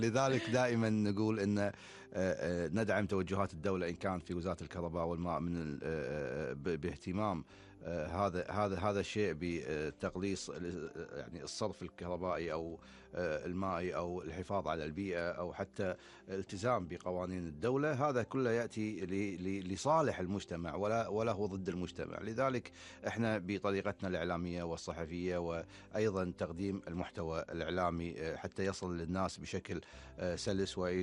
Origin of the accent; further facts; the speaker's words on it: Kuwait; احنا عندنا في الكويت